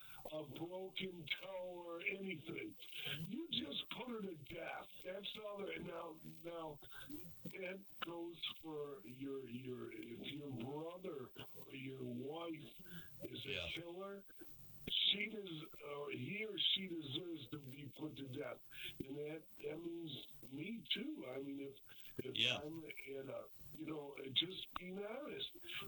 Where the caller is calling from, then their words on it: Detroit, Michigan, United States; I'm from Detroit.